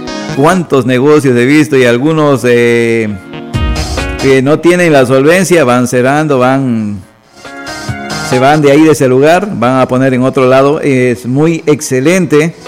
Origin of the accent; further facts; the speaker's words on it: Ecuador; como todo buen ecuatoriano que somos